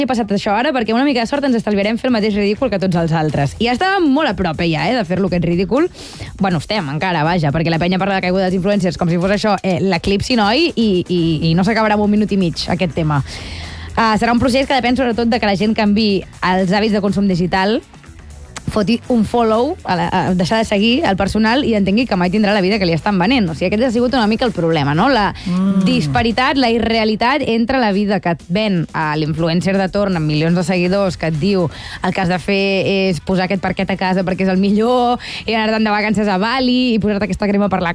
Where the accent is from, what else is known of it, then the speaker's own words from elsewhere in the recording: Catalonia, Spain; sóc catalana.